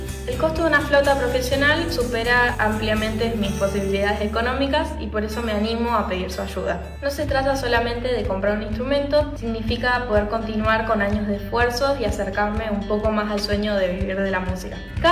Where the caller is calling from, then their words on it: Concepción del Uruguay, Entre Ríos, Argentina; Concepción del Uruguay, Entre Ríos, y soy flautista.